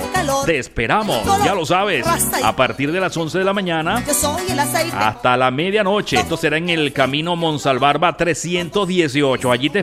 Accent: Venezuela; moved away; somos venezolanos

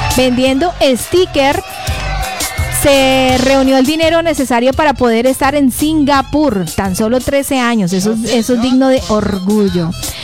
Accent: Colombia; las cosas que nos hacen sentir orgullosos como colombianos

